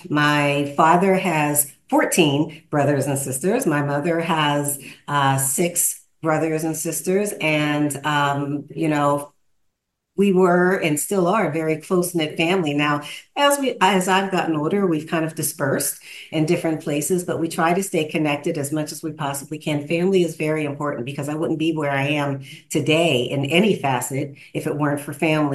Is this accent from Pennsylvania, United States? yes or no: yes; Pittsburgh, Pennsylvania, United States; born or raised there